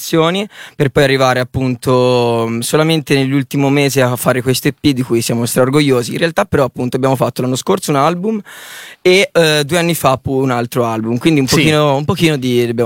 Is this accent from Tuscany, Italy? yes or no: yes; Viareggio, Tuscany, Italy; No, noi veniamo da... Allora, Versilia, Viareggio, i ragazzi sono di Viareggio, sono di Camaiore, comunque sì, tutte zone limitrofe